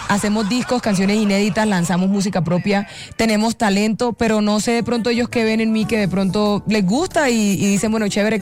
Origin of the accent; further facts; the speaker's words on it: Aguachica, Cesar, Colombia; llevar la cultura de donde soy, porque yo soy de Aguachica, pero muy pegada a Bucaramanga